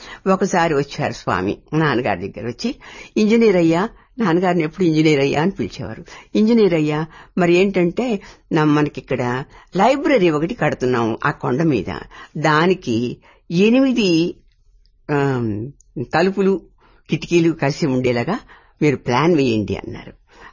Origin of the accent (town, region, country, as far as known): Puttaparthi, Andhra Pradesh, India; born there